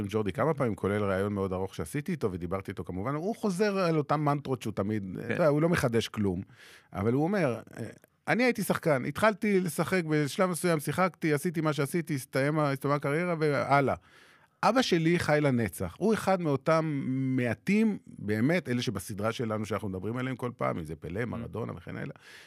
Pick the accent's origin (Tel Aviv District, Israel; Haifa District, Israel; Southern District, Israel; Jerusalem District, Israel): Southern District, Israel; Beersheba; כשהייתי ילד בבאר שבע